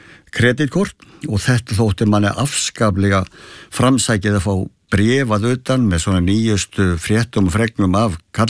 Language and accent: Icelandic; Miðfossar, Western Region, Iceland; also born or lived in Hamrar, Reykholtsdalur; Já, ég er fæddur á Miðfossum í Andakíl og bjóð var þar hér með pappa og mömmu til 65 þegar pappi bara búið þar og flutti upp að Hömrum í Reykjálsdal